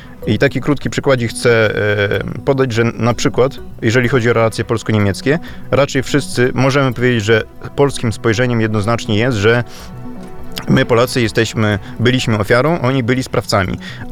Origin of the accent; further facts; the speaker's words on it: Lviv, Lviv Oblast, Ukraine; moved away as an adult; now in Poland; Osobiście sam pochodzę z Lwowa, z polskiej rodziny. 19 lat tam mieszkałem